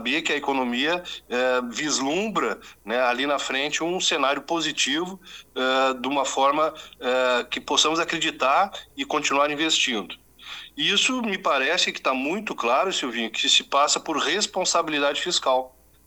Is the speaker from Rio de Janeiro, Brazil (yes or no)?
no; Rio Grande do Sul, Brazil; nos anima enquanto produtor, nos anima enquanto gaúcho